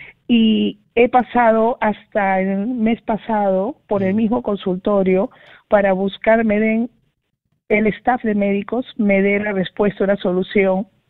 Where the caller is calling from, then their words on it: Lima, Peru; Me llamo de acá, de Lima, en el distrito de San Miguel.